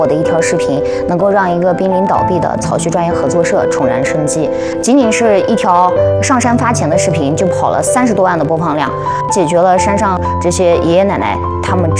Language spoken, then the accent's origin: Chinese; Qitai, Xinjiang, China; 我就开始了宣传我的家乡。